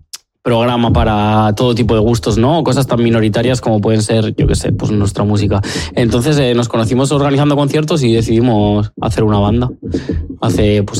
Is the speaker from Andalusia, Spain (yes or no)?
no; Vitoria-Gasteiz, Basque Country, Spain; nosotros que somos de Gasteiz.